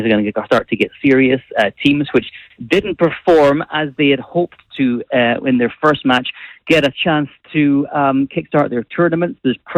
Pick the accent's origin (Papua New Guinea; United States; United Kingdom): United Kingdom; Scotland; Well, look, I'm Scottish. We've not been at the World Cup for 28 years. So this tournament means so much to me and everyone from my country.